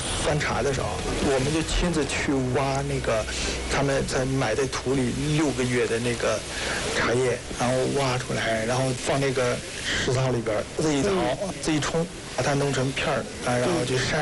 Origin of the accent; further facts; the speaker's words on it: Myanmar; now in Ruili, China; 我们缅甸那边的这个潜意识里边